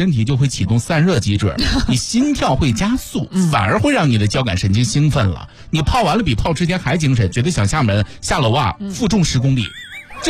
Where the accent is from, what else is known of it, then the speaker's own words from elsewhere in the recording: China; 我们中国人有一个习惯，